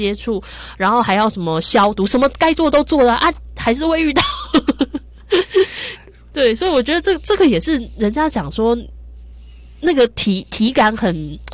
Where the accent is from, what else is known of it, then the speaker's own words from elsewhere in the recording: Tainan, Taiwan; 因为我老家在台南，所以那时候人在台南。